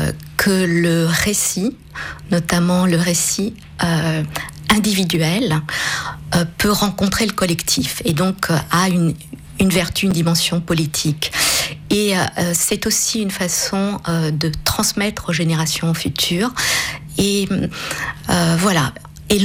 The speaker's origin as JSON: {"language": "French", "town": "Varese", "region": "Lombardy", "country": "Italy", "tie": "born there", "said": "je suis née en Italie à Varèse. Mon père était fonctionnaire à l'Euratom à Varèse."}